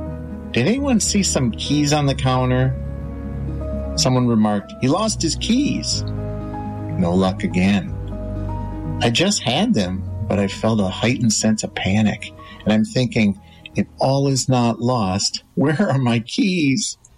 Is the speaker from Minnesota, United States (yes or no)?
yes; Saint Paul, Minnesota, United States; "No, I'm from the Twin Cities in St. Pa